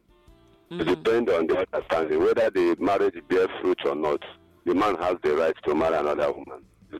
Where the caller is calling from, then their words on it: Abuja, Federal Capital Territory, Nigeria; I'm calling from Abuja